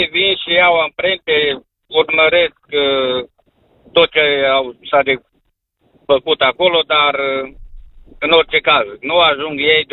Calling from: Satu Mare County, Romania; sunt din Satul Mare.

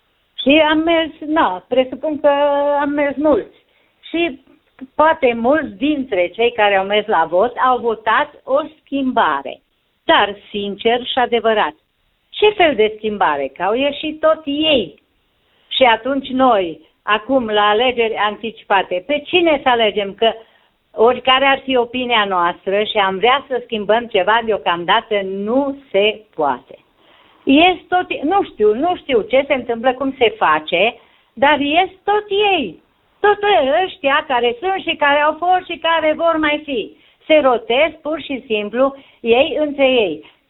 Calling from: Beclean, Bistrița-Năsăud, Romania; de la Beclean.

